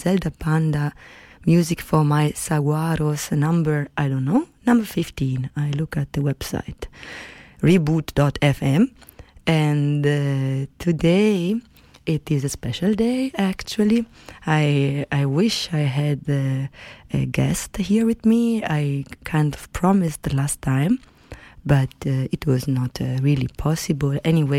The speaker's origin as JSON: {"language": "English", "country": "Italy", "second_language": "English", "said": "And we would have sung together a couple of songs in Italian, because we are both from Italy."}